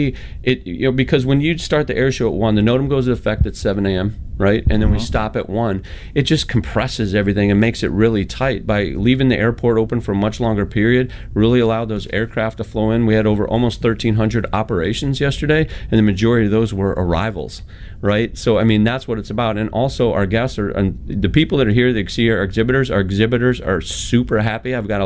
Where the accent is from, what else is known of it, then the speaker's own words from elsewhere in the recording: Oshkosh, Wisconsin, United States; born there; So, you know, obviously I was born in Oshkosh, love AirVenture, volunteer up there for 37 years